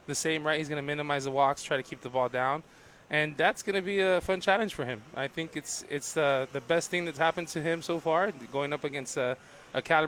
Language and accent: English; Los Angeles, California, United States; I'm from Los Angeles, California.